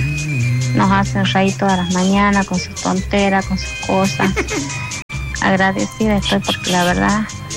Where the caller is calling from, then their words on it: Argentina; de Floresta